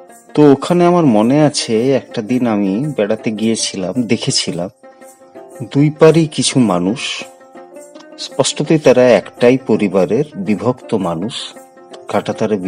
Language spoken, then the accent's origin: Bangla; Bankura district, West Bengal, India; moved away as an adult; now in Tripura, India; আমি যেমন ব্যক্তিগতভাবে বাঁকুড়া জেলার মানুষ।